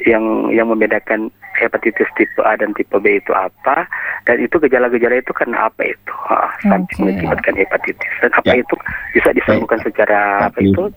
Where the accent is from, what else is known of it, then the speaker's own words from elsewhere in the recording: Manado, North Sulawesi, Indonesia; Kebetulan saya dari Manado ini.